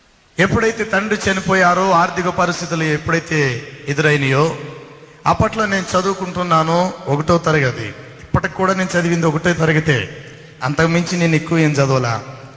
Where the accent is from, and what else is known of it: Rajahmundry, Andhra Pradesh, India; born or raised there